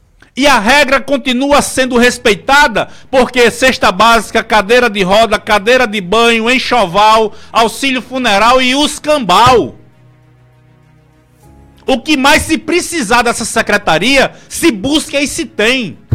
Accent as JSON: {"language": "Portuguese", "town": "Santa Rita", "region": "Paraíba", "country": "Brazil", "tie": "born or raised there", "said": "Nasci em Santa Rita e vivo a política de Santa Rita na casa de Severino Maroja desde os 15 anos de idade."}